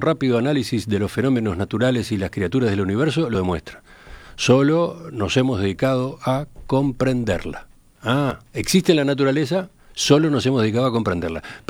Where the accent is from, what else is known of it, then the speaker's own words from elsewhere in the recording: Uruguay; ¿viste cómo somos los uruguayos?